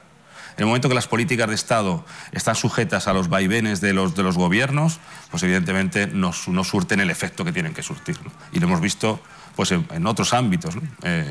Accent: Spain; Parece que el componente menos fuerte de la relación España-Marruecos somos los españoles

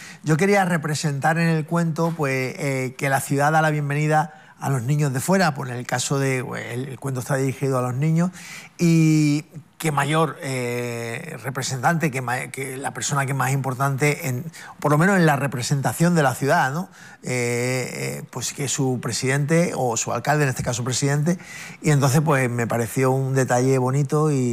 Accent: Ceuta, Spain; yo me preguntaba por qué

